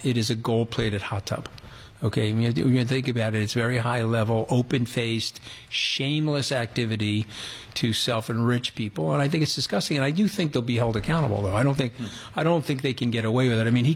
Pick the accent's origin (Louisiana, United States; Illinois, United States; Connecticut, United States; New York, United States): New York, United States; I'm a New Yorker, so I started blasting back.